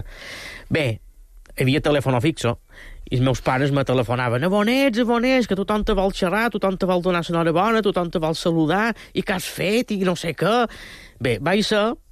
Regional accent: Banyalbufar, Balearic Islands, Spain; En el meu poble, Banyabufà, som un poquet més originals, no fem karaokes, sinó que fem la nit de varietés.

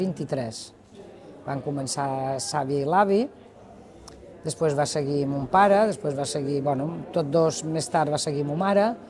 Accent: Mahón, Balearic Islands, Spain; born there; vaig néixer dia 6 de gener de 1960. Vaig néixer a Mahó junt amb un germà.

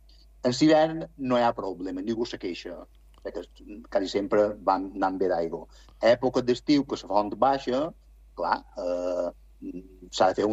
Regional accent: Alaró, Balearic Islands, Spain; tinc ja 63 anys i he nascut a l'Heroi

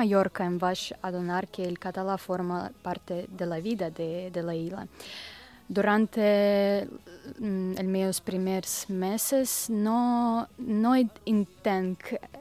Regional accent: Russia; Catalan is a second language; moved away as an adult; now in Spain; soc de Rússia

